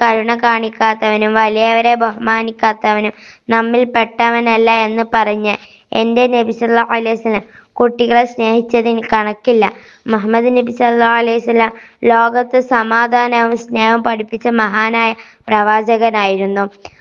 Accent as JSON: {"language": "Malayalam", "town": "Vengara", "region": "Kerala", "country": "India", "tie": "born or raised there", "said": "ഞാൻ മലപ്പുറം ജില്ലയിലെ വേങ്ങര സ്വദേശി."}